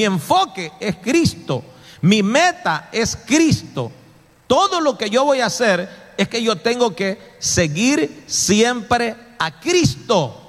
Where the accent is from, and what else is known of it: El Salvador